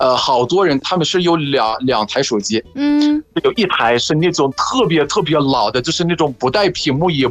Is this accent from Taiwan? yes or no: no; Egypt; Chinese is a second language; ，拜拜。